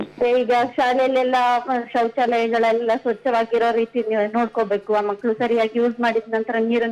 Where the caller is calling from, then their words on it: Kallur, Karnataka, India; Kallur sir.